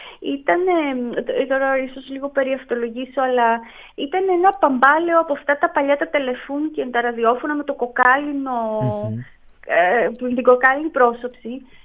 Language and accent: Greek; Xanthi, Eastern Macedonia and Thrace, Greece; Εγώ μεγάλωσα στην Ξάνθη, στη Σταυρούπολη είναι. Η Σταυρούπολη είναι το χωριό της γιαγιάς μου.